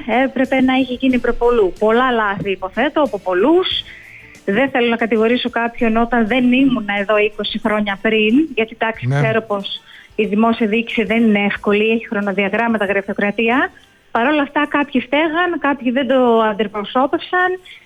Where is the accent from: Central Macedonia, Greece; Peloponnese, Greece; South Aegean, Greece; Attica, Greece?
Peloponnese, Greece; now in Argos, Greece; Απλώς έχω καταγωγή από το γέρμα.